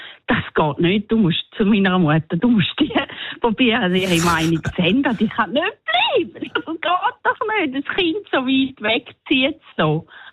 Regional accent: Switzerland; Als Schweizer ist man manchmal ein bisschen ungewöhnlich.

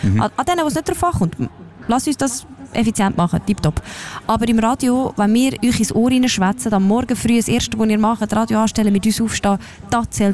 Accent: Lucerne, Switzerland; Als Luzernerin habe ich das halt irgendwie immer ein bisschen schwierig gefunden

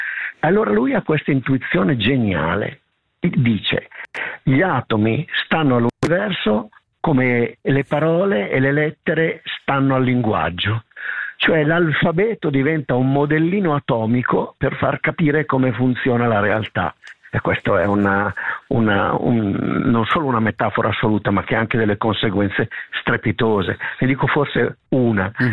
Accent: Lombardy, Italy; accent: Lombard dialect; nel mio dialetto, che è un dialetto lombardo

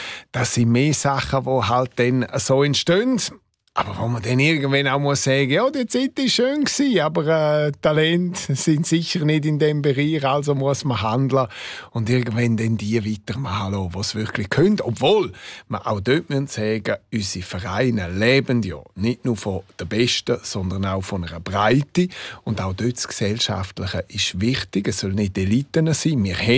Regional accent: Rabius, Graubünden, Switzerland; first language Romansh; German is a second language; meine Eltern haben auch beide romanisch geredet mit uns. Wir sind wirklich total rätoromanisch aufgewachsen in einem KMU-Betrieb.

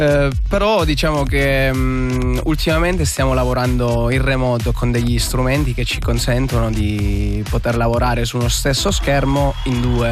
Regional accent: Calabria, Italy; moved away as an adult; now in Switzerland; prima di diciamo trasferirmi in Svizzera, io sono nato e cresciuto in Calabria.

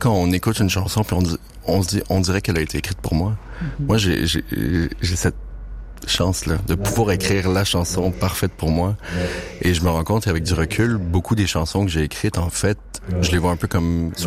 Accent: Montreal, Quebec, Canada; je viens de Montréal.

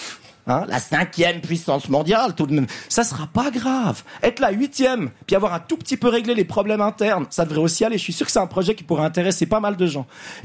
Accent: Switzerland; En tant que Suisse, je ne me permettrai en aucun cas de faire la morale politique aux Français.

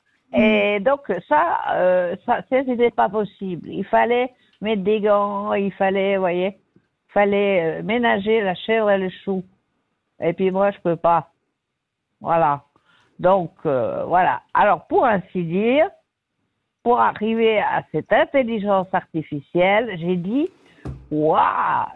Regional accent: Switzerland; Je suis dans un pays libre, je suis suissesse.

